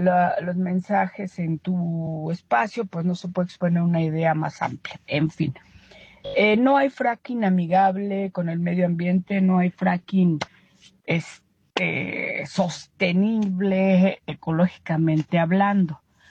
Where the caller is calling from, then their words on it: Mexico City, Mexico; de Ciudad de México.